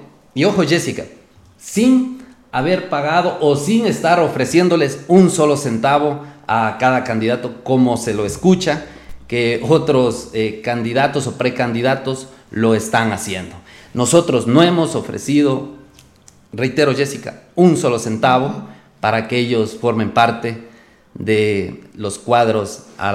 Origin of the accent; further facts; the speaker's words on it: Huambi, Morona Santiago, Ecuador; Huambi, mi tierra